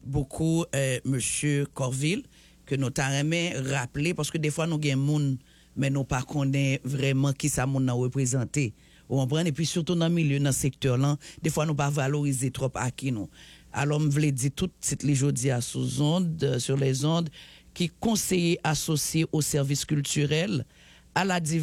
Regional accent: Haiti; moved away; nous très fiers de vous même en tant qu'haïtien

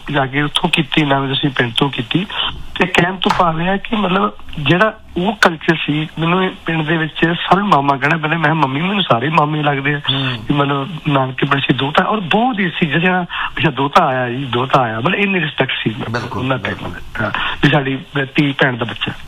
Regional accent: Punjab, India; ਸਾਡੇ ਪਿੰਡ ਦੇ ਅੱਜ ਤੋਂ 25 ਸਾਲ ਪਹਿਲਾਂ 3000 ਵੋਟ ਸੀ, ਜਾਤੀਆ ਪਿੰਡ ਆ ਸਾਡਾ, ਫਤਿਹਗੜ੍ਹ ਚੋਣੀਆਂ ਲਾਗੇ ਨਾਨਕੀ ਪਿੰਡ ਸਾਡਾ, ਪਿੰਡ ਅੰਮ੍ਰਿਤਸਰ ਤੋਂ ਬਿਲੋਂਗ

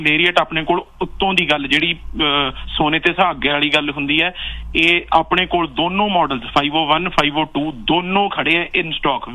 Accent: Patiala, Punjab, India; ਮੈਂ ਪਟਿਆਲੇ ਦਾ ਬਾਈ।

